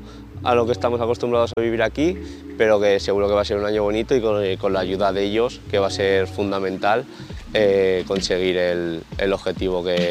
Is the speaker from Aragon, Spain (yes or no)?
yes; Aragon, Spain; moved away as an adult; me ha acompañado prácticamente toda la vida hasta que ya salí de Aragón.